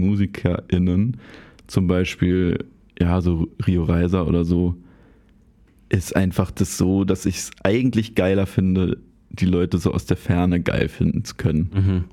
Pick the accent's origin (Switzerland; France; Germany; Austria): Germany; Berlin; also ich bin ja da so im Tiergarten aufgewachsen